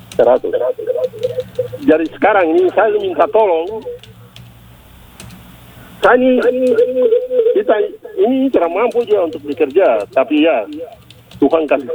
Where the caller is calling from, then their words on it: Papua, Indonesia; kita orang Papua ini miskin, bukan kita yang miskin